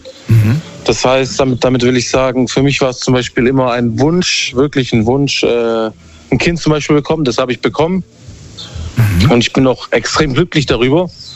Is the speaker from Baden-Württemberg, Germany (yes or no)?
yes; Ludwigsburg, Baden-Württemberg, Germany; Aus Ludwigsburg.